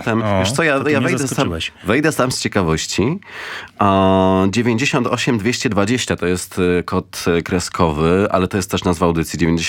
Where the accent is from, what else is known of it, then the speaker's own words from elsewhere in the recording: Zduńska Wola, Łódź Voivodeship, Poland; to moje rodzinne strony